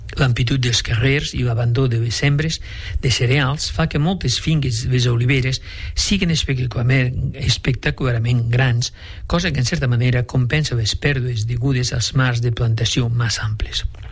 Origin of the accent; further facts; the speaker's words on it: Aragon, Spain; quan dic la sort de criar-me a poble, al de fora, com diuen nantros, doncs m'he criat en la Franja